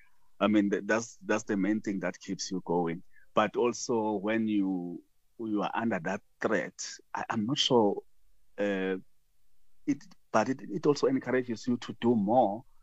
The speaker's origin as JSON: {"language": "English", "area": "Dahakral", "region": "Mpumalanga", "country": "South Africa", "tie": "born or raised there", "said": "I had just turned 19 years, 1997. But I grew up in Dahakral, a rural area south of Mpumalanga province on the border to KZN. The nearest town is Volksrust. That's where I grew up, so attending school there."}